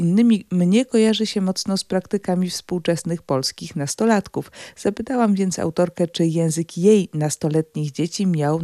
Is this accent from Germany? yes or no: yes; Germany; first language German; Polish is a second language; moved away as an adult; also born or lived in New York; wróciłam też do mojego dzieciństwa, które upłynęło w zasadzie jednojęzycznie. Dorastałam w Niemczech, moi rodzice są Niemcami.